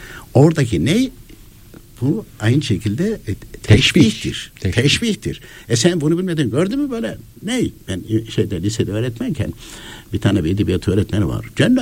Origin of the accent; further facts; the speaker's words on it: Konya, Turkey; Şimdi ben Konyalıyım.